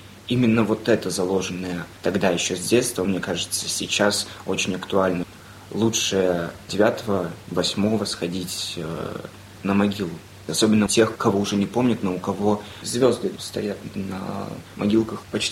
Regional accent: Lithuania; moved away; Я приехал из Литвы. Сам День Победы у нас в Литве 8 мая.

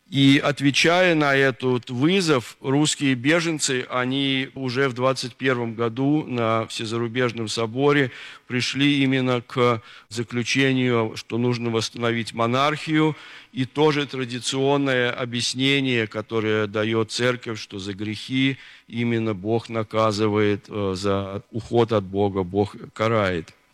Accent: Moscow, Russia; moved away; Ну и я из Москвы.

